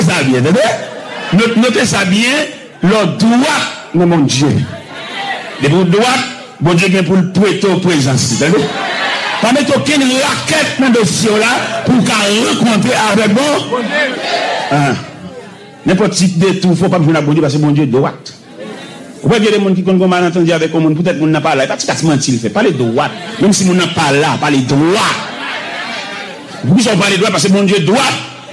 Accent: Montreal, Quebec, Canada; Je suis de Montréal, je vais rentrer à Haïti, et puis on est mal à Paris.

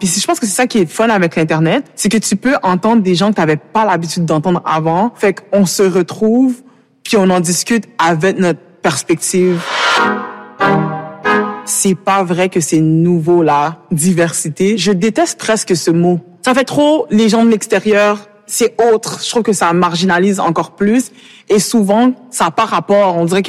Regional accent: Quebec, Canada; parce que je suis enfant d'immigrante, oui, je suis québécoise, mais j'ai aussi le bagage de la maison

